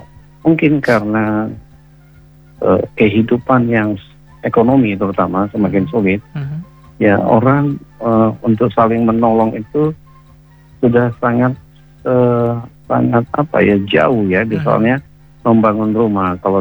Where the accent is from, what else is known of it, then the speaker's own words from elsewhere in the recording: North Sumatra, Indonesia; saya sebagai putra Batak